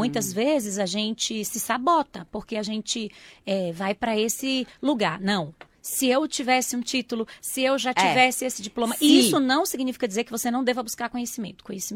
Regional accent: João Dourado, Bahia, Brazil; born or raised there

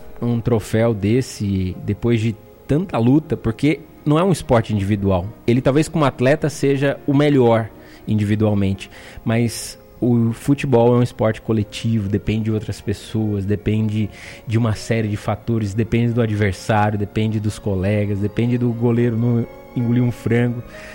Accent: Brazil; A gente, como brasileiro

